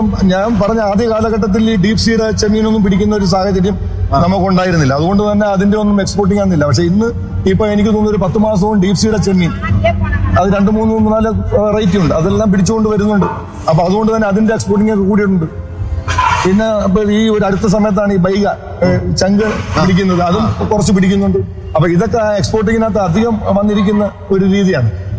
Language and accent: Malayalam; Kerala, India; ഞങ്ങളുടെ നാട്ടിൽ ഇപ്പം മത്സ്യത്തൊഴിലാളികൾ അധിവസിക്കുന്നത് മേഖലയാണ് ശക്തിവുള്ളങ്ങര.